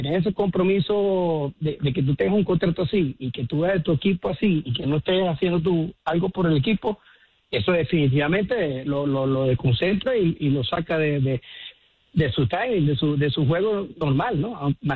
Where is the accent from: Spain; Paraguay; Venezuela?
Venezuela; Hey, Luis, soy yanquista de corazón, pero también soy venezolano.